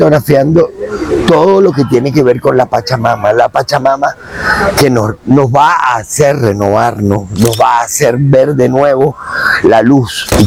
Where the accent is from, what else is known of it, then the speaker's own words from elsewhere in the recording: Caracas, Capital District, Venezuela; la calidad de gente que somos los venezolanos.